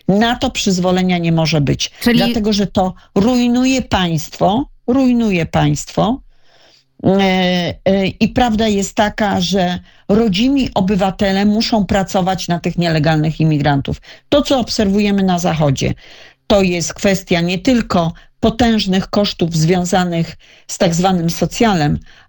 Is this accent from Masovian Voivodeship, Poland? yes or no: yes; Radom, Masovian Voivodeship, Poland